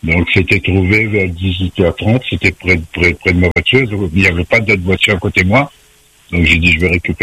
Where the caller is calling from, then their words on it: Sainte-Marie, Réunion; je suis à Sainte-Marie.